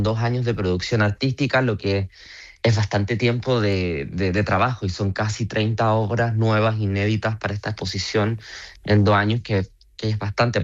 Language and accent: Spanish; Chile; ya que yo provengo de Chile. En Chile tenemos muchos problemas hídricos